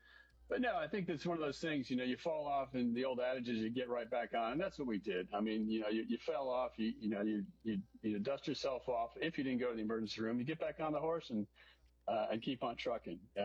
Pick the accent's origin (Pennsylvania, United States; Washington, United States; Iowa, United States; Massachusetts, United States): Massachusetts, United States; Williamstown; I grew up in Northwest Massachusetts, Williamstown, Mass. I'm the oldest of two.